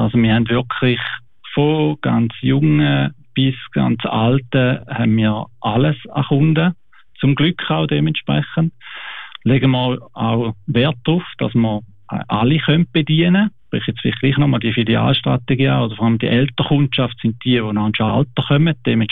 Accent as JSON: {"language": "German", "country": "Switzerland", "tie": "born or raised there", "said": "Mein Vater ist von Helsinki. Schon lange aber in der Schweiz und meine Mutter ist von Willichingen. Wir sind in Zwichingen aufgewachsen. Ich habe also mehr die Wurzeln da in der Schweiz"}